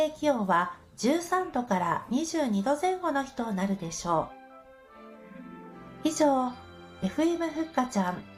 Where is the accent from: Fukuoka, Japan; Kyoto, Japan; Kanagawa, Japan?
Kanagawa, Japan; Yokohama; 私横浜で生まれ育ってるんですけれども